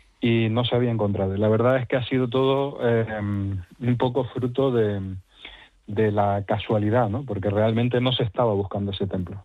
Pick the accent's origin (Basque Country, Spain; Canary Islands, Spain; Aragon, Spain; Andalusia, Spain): Canary Islands, Spain; soy canario, o sea que subimos y bajamos todos los días a las montañas. Las islas son muy, muy escarpadas y yo vivo en Tenerife, tenemos el Teide